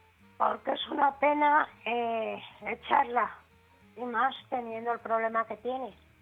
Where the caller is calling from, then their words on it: Santander, Cantabria, Spain; los de Santander somos de Santander.